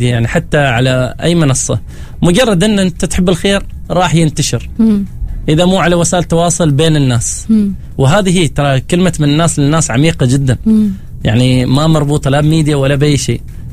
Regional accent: Oman; لأن حتى أنا كعماني وتابع أصحابي المشاهير ما أشوف في تغطية كبيرة للسياحة إلا لظفار،

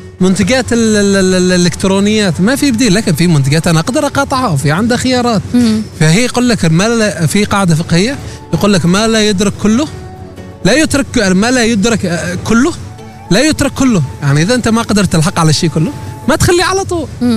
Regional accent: Salalah, Dhofar, Oman; مثل عندنا في صلالة

